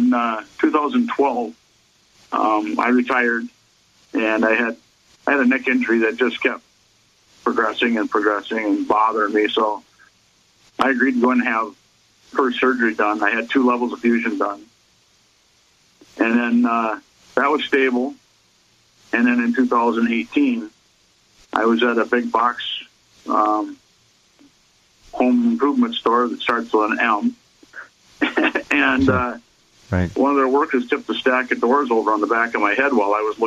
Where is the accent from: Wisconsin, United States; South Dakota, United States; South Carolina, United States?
Wisconsin, United States; I'm from Wisconsin. I'm from Wisconsin.